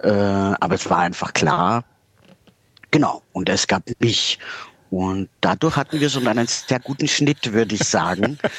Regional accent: Lower Austria, Austria; now in Berlin, Germany; Also ich komme aus Österreich.

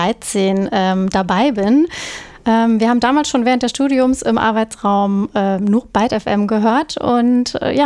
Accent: Hamburg, Germany; now in Berlin, Germany; Ja, also ich komme aus Hamburg, aber arbeite in Berlin und wandel sozusagen zwischen den Städten.

